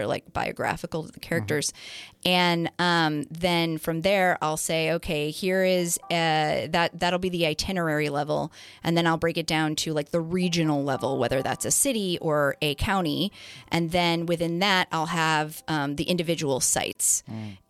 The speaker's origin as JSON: {"language": "English", "town": "Chicago", "region": "Illinois", "country": "United States", "tie": "born or raised there", "said": "I grew up in the Chicago area"}